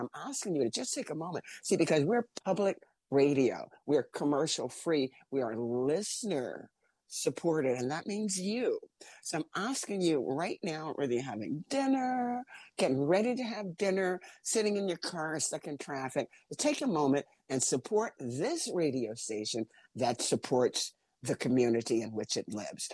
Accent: New York, United States; I'm from New York. There's a huge Haitian community in New York.

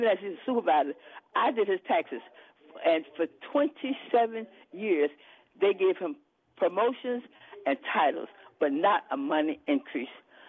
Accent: Georgia, United States; I'm 77 years old, and I'm in the fight to the end. I'm from Georgia, and so I know what it's like to have to go downstairs.

